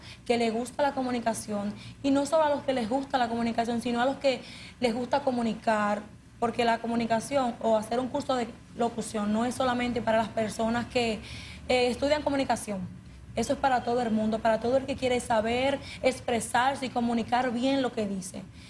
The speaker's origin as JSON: {"language": "Spanish", "town": "Sabana Buey", "region": "Peravia", "country": "Dominican Republic", "also_born_or_lived": "Villa Fundación", "said": "yo soy de Sabana Buey, de la Fundación."}